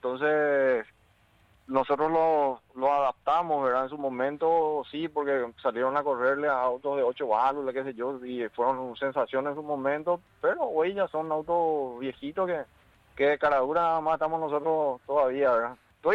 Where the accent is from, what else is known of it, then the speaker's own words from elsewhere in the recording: Villarrica, Guairá, Paraguay; todos los que somos de Villarrica